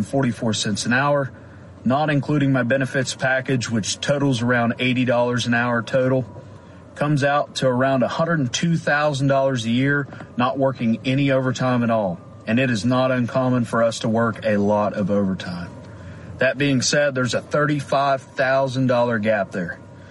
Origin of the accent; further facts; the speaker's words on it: Parkersburg, West Virginia, United States; out of UA Local 565 in Parkersburg, West Virginia